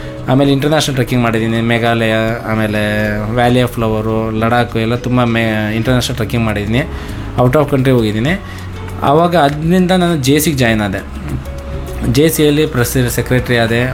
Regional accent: Birankere, Karnataka, India; now in Shivamogga, India; ನಾನು ಬೀರಂಕೆರೆಯಲ್ಲಿದ್ದವನು

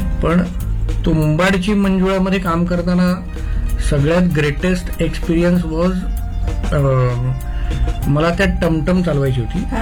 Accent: Mumbai, Maharashtra, India; नंतर आई वडिलांची ट्रान्सफर झाली माझ्या औरंगाबादला आणि मी आणि माझी बहीण इकडे मावशीकडे लहानाचे मोठे झालो कृष्णनगरमध्ये बोरीवलीला.

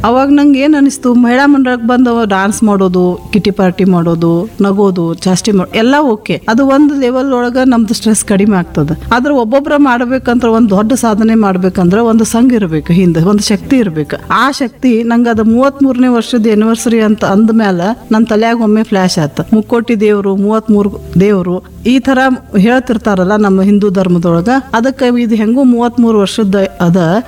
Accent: Munavalli, Karnataka, India; now in Belagavi, India; ನಾನು ಹುಟ್ಟಿದ ವಾತಾವರಣ ಮುನ್ನವಳ್ಳಿ ಅಂದ್ರೆ ಮುನಿಗಳ ಹಳ್ಳಿ, ಅದು ಮೋಸ್ಟ್ಲಿ ಅಲ್ಲಿ ಆ ವಾತಾವರಣದೊಳಗನ ಆಧ್ಯಾತ್ಮಿಕತೆ ಅನ್ನೋದು ತುಂಬೈತಿ ಅಂತ ನಂಗೆ ನಮ್ಮೂರಿನ ಬಗ್ಗೆ ಬಹಳ ಹೆಮ್ಮೆ.

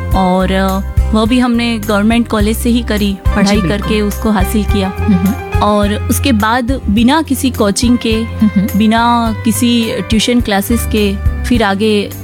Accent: Kanod, Rajasthan, India; born there; Udaipur district में एक कस्बा पड़ता है, कानोड़ नाम है उसका।

